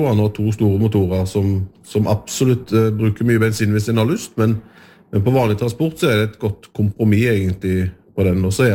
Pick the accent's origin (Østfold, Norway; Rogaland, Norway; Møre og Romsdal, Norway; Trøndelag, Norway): Rogaland, Norway; så er det jo fjorden ligger meg også nært og som vestlending og ute på Haugalandet med å bruke den, så det har føltes naturligt